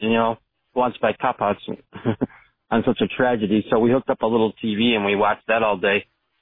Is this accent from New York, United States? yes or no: yes; New York, United States; now in Maui, United States; Yes, this is calling from Maui. I was born in New York and grew up there, and I remember 9/11.